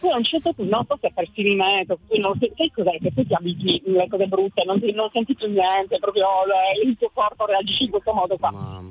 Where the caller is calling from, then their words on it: Cagliari, Sardinia, Italy; io sono da Cagliari.